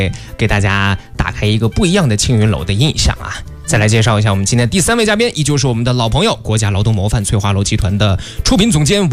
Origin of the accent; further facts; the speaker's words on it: Northeast China, China; 作为一个东北人，可能我到这个秋天或者天气冷的时候会想吃杀猪菜，因为这个可能我们东北有这个习俗